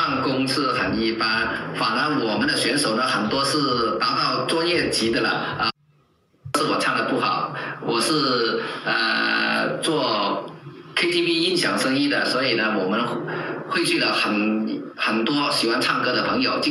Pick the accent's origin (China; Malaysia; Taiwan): China; Foshan, Guangdong; moved away as an adult; now in Australia; 我可以唱粤语歌，我喜欢唱粤语歌，就是传承弘扬我们广府文化的一个活动啊